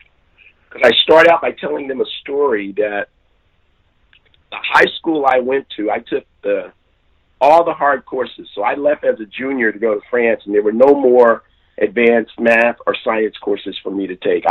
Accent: United States; I'm an American.

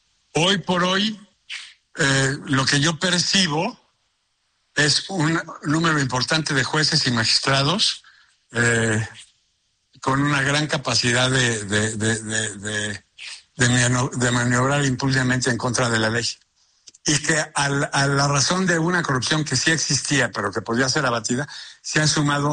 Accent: Mexico; nos sostienen como abogados, como mexicanos

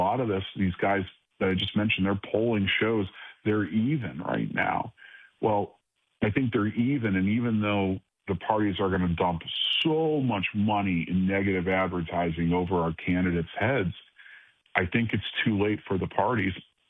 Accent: Cleveland, Ohio, United States; I did it because I come from Cleveland, and I'm so proud of my hometown, because my hometown is what gave my ancestors the American dream.

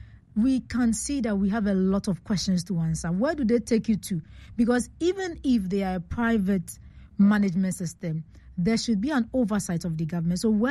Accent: Koforidua, Eastern Region, Ghana; And that is where I grew up at Koforidua in the Eastern region

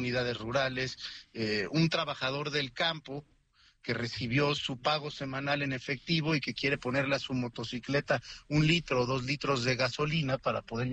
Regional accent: Oaxaca, Mexico; Yo soy de Oaxaca. En Oaxaca hay miles de comunidades que se encuentran un tanto aisladas y que es difícil que tengan acceso al internet y a muchos servicios que tienen que ver con tecnología.

